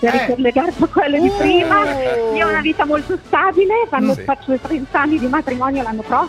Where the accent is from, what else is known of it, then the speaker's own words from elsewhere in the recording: Milan, Lombardy, Italy; born there; now in San Vittore Olona, Italy; San Vittorio Loa. Sì, no, piccolino, però vicino a Legnano. Però sono nata a Milano